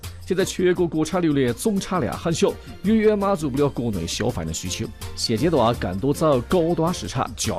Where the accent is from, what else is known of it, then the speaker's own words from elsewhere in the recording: Yunnan, China; 我们云南这边